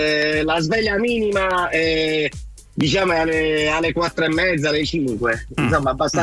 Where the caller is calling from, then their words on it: Melfi, Basilicata, Italy; io in questo momento sono nei pressi di Carosa, io sono di Melfi